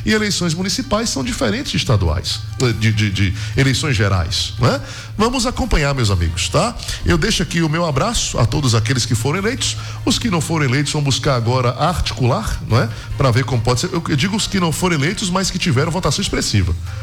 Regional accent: Ceará, Brazil; Vai pro Ceará, minha terra. Eu voltei, Ceará.

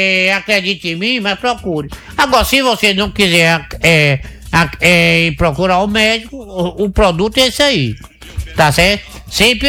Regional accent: Ipu, Ceará, Brazil; born there; eu sou caboclo lá, eu nasci no Ceará, no meio do mato, igual preá. nasci igual preá, sabe?

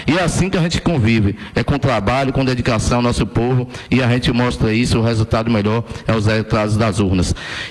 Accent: Northeast Region, Brazil; sou nordestino

